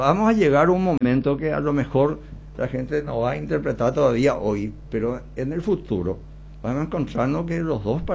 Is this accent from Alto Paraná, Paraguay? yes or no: no; Coronel Oviedo, Caaguazú, Paraguay; me considero realmente un ovetense